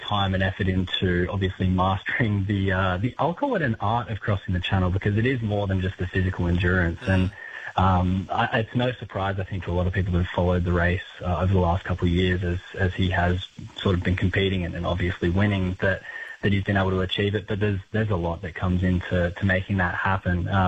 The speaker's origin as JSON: {"language": "English", "town": "Kiama", "region": "New South Wales", "country": "Australia", "tie": "born or raised there", "said": "the ocean has always been such a large part of my life growing up in Kiama. I was always in and around the ocean through nippers and then surfing"}